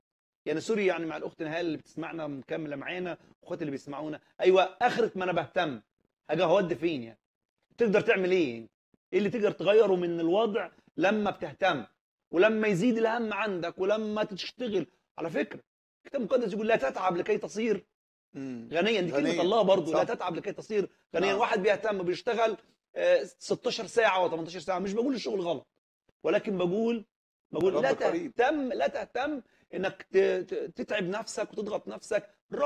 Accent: Asyut, Asyut Governorate, Egypt; انا من اسيوط

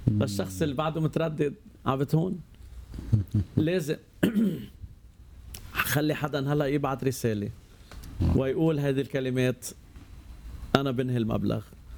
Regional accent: Lebanon; نحن لاول مره كلبنانيين عايشين 80% بالفقر والضيقة والمشاكل العسكرية والى اخره

